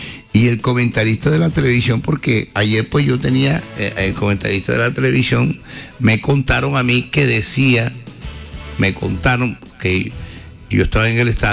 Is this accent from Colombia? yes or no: yes; Caribbean coast, Colombia; Y el Atlántico, la costa, los siete departamentos, somos parte de Colombia.